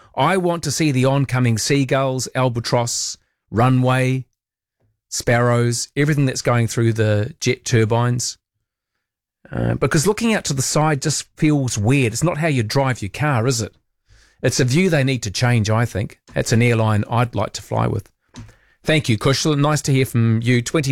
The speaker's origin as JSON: {"language": "English", "region": "Wellington", "country": "New Zealand", "tie": "born or raised there", "also_born_or_lived": "Christchurch", "said": "we moved from Christchurch to Wellington. Yeah, I mean, I was born in Christchurch. I was very young then as well."}